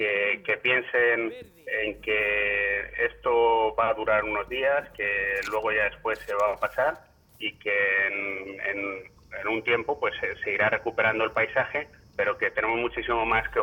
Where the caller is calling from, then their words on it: Ávila, Castile and León, Spain; No, yo no estoy en Ávila, me ha pillado fuera